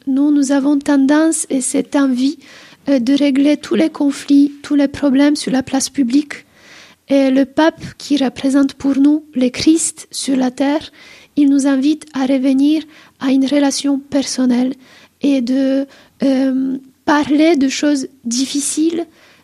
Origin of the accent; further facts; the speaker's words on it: Poland; moved away; je suis polonaise